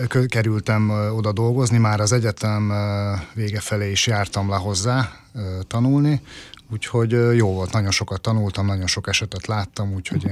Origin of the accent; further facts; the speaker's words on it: Paks, Tolna, Hungary; Pakson is születtem, 1978-ban és 22 éve dolgozom állatorvosként Pakson.